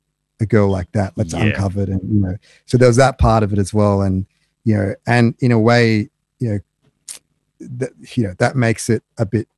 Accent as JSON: {"language": "English", "country": "Australia", "said": "I'm from Australia"}